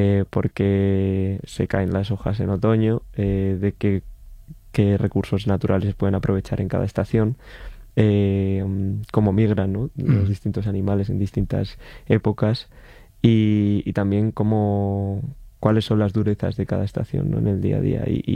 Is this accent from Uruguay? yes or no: no; Cerceda, Galicia, Spain; born or raised there